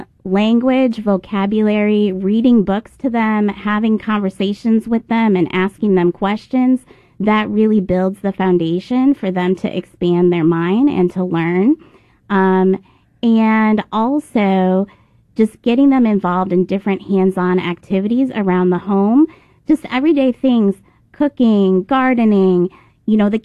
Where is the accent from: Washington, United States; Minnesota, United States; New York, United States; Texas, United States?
Minnesota, United States; St. Paul; Yeah, I grew up on the east side of St. Paul, went to Johnson High School